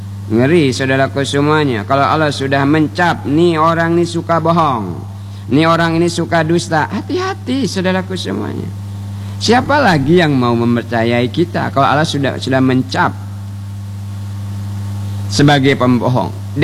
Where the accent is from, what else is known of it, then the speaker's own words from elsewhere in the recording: Bangka Belitung Islands, Indonesia; kata kita orang Bangka.